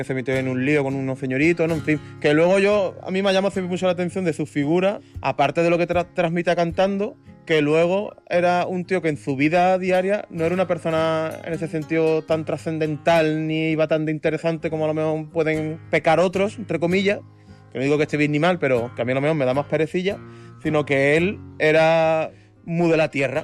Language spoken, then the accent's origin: Spanish; Jerez de la Frontera, Andalusia, Spain; moved away as an adult; now in Madrid, Spain; yo llevo 11 años viviendo en Madrid, soy de Jerez